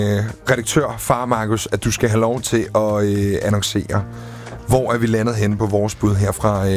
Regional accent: Amager, Capital Region of Denmark, Denmark; selvom jeg er en ægte Amager-dreng og forsøgte at argumentere lidt for den

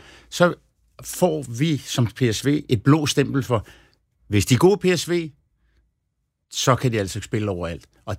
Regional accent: Copenhagen, Capital Region of Denmark, Denmark; Fordi det er der, hvor jeg kommer fra. Jeg kan huske den, da de lavede den, det var en LP dengang, og det var det første nummer på, og da det blev Langebro, Christianshavn.

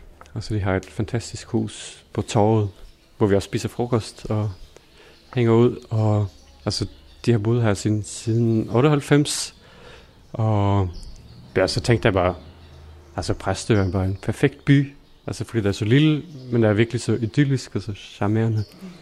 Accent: Norway; now in Denmark; og jeg kommer fra Norge og er bratschist

